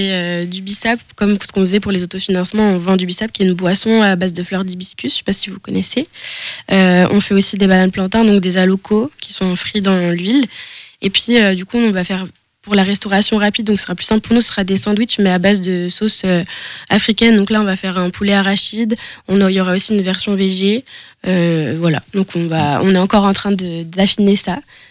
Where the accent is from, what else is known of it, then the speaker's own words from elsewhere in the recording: La Daguenière, Pays de la Loire, France; Ouais, on a grandi avec à la Daguenière